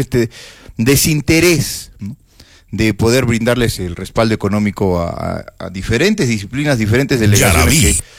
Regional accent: Arequipa, Peru

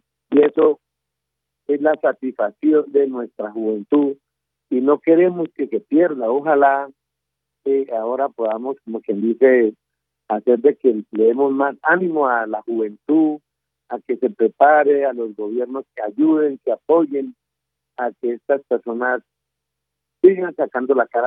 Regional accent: Colombia; todos somos colombianos

